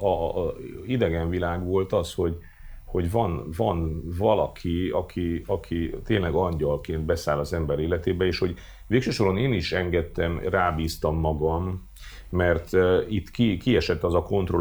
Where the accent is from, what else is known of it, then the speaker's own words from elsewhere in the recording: Miercurea Ciuc, Harghita, Romania; moved away as an adult; Én ugye 18 éves koromban eljöttem otthonról, mert Csíkszeredai vagyok, és Csíkszeredában nem volt egyetem